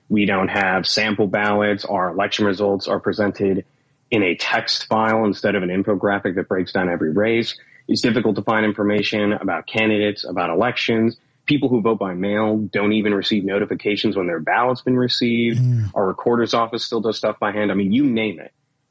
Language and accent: English; Oswego, Illinois, United States; I grew up in Oswego, yeah.